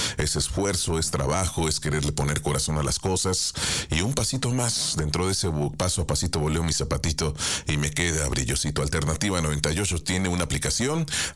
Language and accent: Spanish; Coyoacán, Mexico City, Mexico; now in León, Mexico; yo radico en León, Guanajuato, pero de Coyoacán, soy de Coyoacán, de la CDMX, de nacimiento, y ya tengo 10 años aquí en Guanajuato.